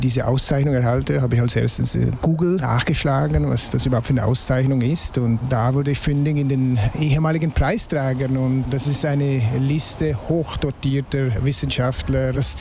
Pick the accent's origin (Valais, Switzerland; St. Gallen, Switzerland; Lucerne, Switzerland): Valais, Switzerland; moved away as an adult; also born or lived in Pittsburgh / Zurich / Marburg; now in Münster, Germany; Man hört es ja leicht, ich bin Schweizer, bin im Wallis aufgewachsen.